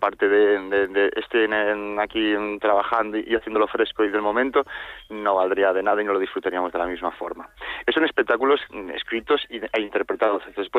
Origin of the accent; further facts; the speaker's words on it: Lugo, Galicia, Spain; moved away as an adult; now in A Coruña, Spain; yo soy de Lugo, los dos vivimos en Coruña